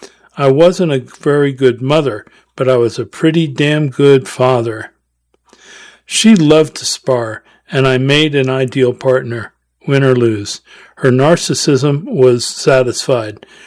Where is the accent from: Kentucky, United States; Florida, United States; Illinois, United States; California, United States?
California, United States; This was early 70s, before anyone called my hometown Silicon Valley